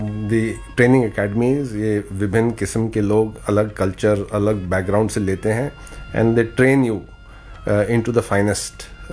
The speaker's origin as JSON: {"language": "Hindi", "region": "Himachal Pradesh", "country": "India", "said": "हम पहाड़ी इलाके से हैं, मैं हिमाचल से हूँ"}